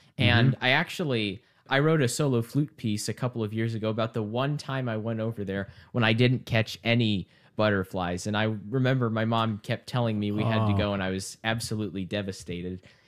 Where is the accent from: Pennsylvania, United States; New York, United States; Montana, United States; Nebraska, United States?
Nebraska, United States; Omaha; right in my home state of Nebraska.